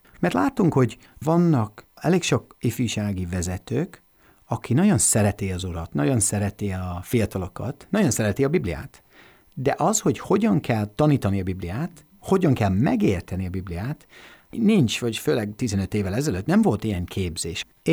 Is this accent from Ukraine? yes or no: no; Warrington, North West England, United Kingdom; Hungarian is a second language; now in Hungary; Én Warringtonban születtem, és Warrington az Liverpool és Manchester között, északi Angliában, és ott jártunk a gyülekezetünkbe